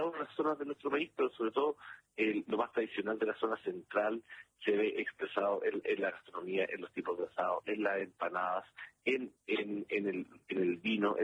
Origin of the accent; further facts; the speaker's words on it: Chile; para nosotros como chilenos es el momento de mayor celebración del año